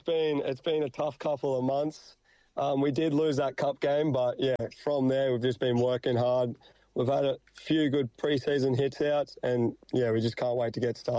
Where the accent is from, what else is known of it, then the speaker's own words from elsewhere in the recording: Queensland, Australia; born there; now in Perth, Australia; Yeah, I'm a Queenslander.